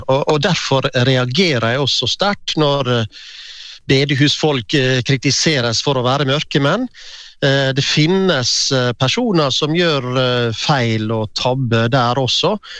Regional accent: Ålesund, Møre og Romsdal, Norway; Jeg vokste opp på Åse, en drabantby i Ålesund kommune.

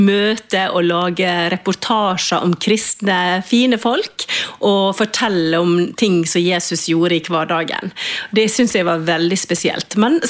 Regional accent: Møre og Romsdal, Norway; moved away; når jeg jobbet for lokalavisa hjemme på Sunnmøre

